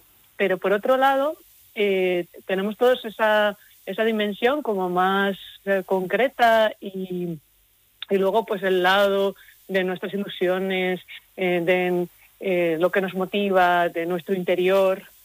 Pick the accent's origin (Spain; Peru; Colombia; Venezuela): Spain; Madrid, Community of Madrid; born there; yo nací en Madrid, pero mis padres son donostiarras.